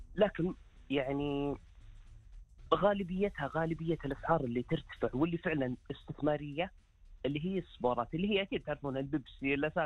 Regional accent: Saudi Arabia; عندنا بالسعودية

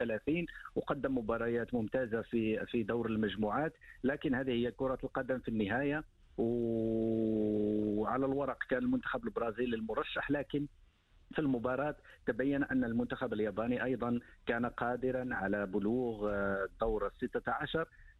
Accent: Morocco; باعتباري أنا مغربي

